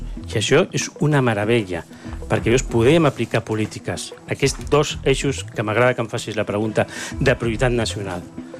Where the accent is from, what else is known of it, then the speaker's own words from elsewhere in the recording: Catalonia, Spain; jo soc català